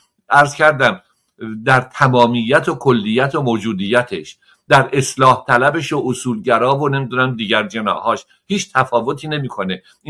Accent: Iran; یا ما ایرانی هستیم یا ما ایرانی نیستیم. اگر ایرانی هستیم هممون ایرانی هستیم.

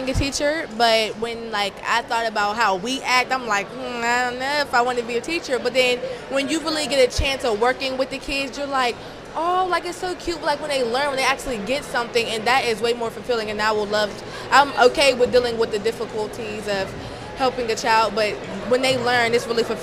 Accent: Pittsburgh, Pennsylvania, United States; I'm from Allegheny County, Pittsburgh, Pennsylvania, and I work for NLA Reading Warriors.

